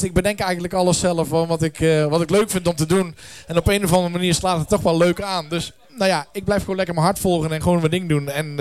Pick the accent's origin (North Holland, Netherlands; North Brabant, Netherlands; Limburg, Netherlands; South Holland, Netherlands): North Brabant, Netherlands; Oss; Ik kom uit Os. Nederland